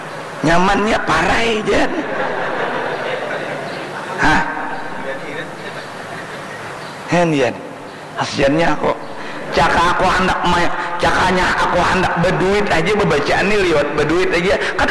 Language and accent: Indonesian; South Kalimantan, Indonesia; sedangkan kita orang Banjar 3 kali seminggu